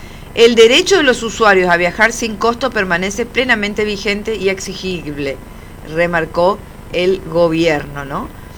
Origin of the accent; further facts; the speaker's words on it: Argentina; Muy, muy variable, como los argentinos, básicamente. Así somos, sí.